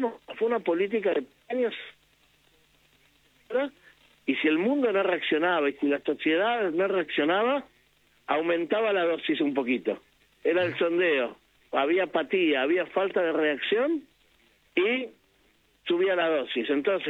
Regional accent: Argentina; me decían a mí, hey, vos no sos argentino, vos sos judío. No, son las dos cosas, justamente.

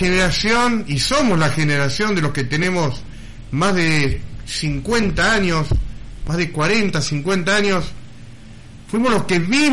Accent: Argentina

